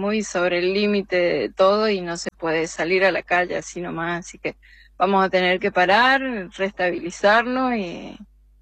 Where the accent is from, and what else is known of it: Argentina